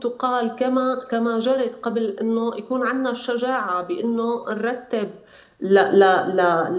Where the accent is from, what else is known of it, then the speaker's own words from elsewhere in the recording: Syrian coast, Syria; أنا بنت الساحل وبعرف هذا الشيء